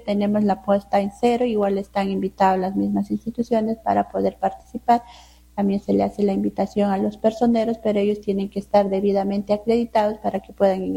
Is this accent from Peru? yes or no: yes; Peru